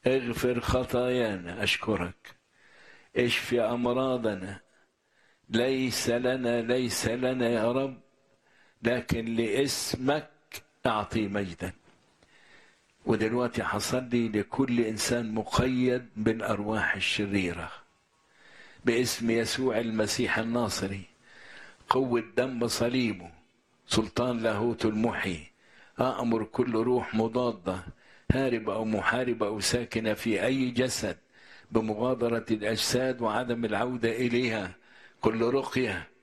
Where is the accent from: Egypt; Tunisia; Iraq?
Egypt; بلدنا مصر.